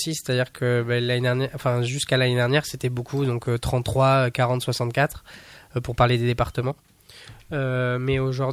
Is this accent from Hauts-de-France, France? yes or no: no; La Brède, Nouvelle-Aquitaine, France; Alors moi, je viens de ce village de Labrède. Labrède, il faut savoir que c'est un village avec à peu près 4 000 habitants aujourd'hui.